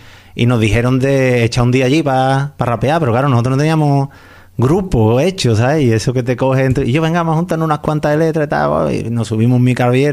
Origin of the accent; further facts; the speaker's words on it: Alcalá de Guadaíra, Andalusia, Spain; Como empiezas a escuchar música, te empiezan a llegar y claro, yo soy de Alcalá de Guadaíra.